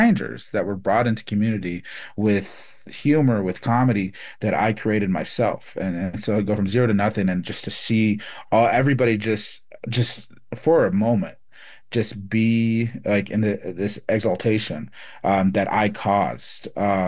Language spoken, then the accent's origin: English; Phoenix, Arizona, United States; also born or lived in New Mexico; So I grew up in living in Phoenix, and then for winters and summers, I'd go back with my mom up in Vanderweg, New Mexico, and just live out there on the res.